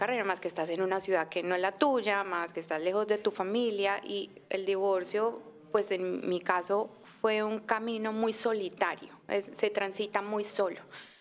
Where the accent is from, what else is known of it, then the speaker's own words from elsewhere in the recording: Medellín, Antioquia, Colombia; moved away; yo soy de Medellín